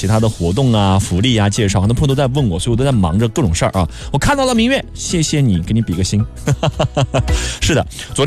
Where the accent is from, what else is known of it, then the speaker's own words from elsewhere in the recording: Jiangnan, China; 也是我们江南人的温润从容、顺势而为的生活态度，